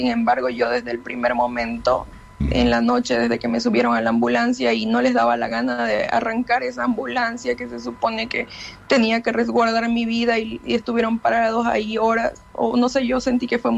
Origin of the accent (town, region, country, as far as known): Bolivia